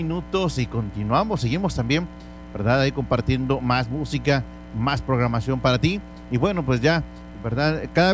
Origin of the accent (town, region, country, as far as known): Mexico